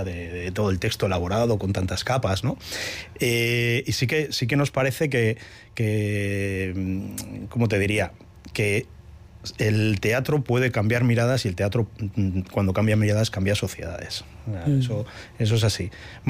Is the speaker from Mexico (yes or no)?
no; Pasaia, Basque Country, Spain; now in Irun, Spain; yo soy de Pasaya, pero llevo viviendo en Irún media vida